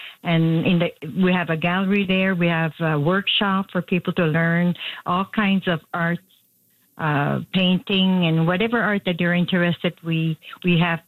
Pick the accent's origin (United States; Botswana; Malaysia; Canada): Canada; New Brunswick; And so when I came back to my hometown, I said, why don't we have that here?